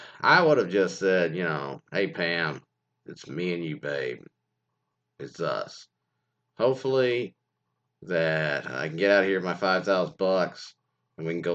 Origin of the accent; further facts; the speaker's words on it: Texas, United States; I can say that because I'm from Texas, so here we know about the rodeo-yoing.